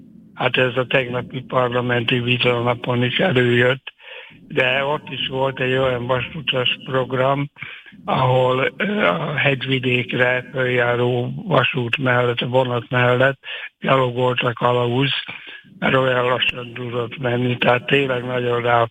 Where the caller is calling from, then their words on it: Hungary; bár nem vagyok budapesti vidéki vagyok